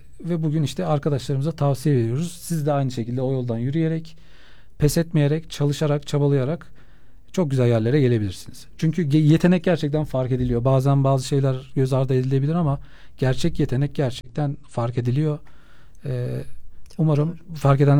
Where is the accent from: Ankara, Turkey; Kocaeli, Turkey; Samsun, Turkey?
Ankara, Turkey; Ben de çünkü İstanbul'da yaşamıyordum. Ankaralıyım. Giresun'dan mezun oldum.